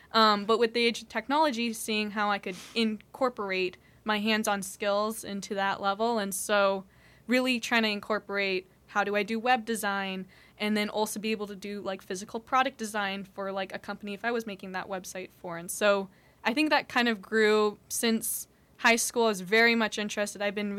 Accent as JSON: {"language": "English", "town": "Davis", "region": "California", "country": "United States", "tie": "born or raised there", "said": "As a kid, it was very much a very quiet, calm town. And so I feel like I always craved a lot more of like a city experience"}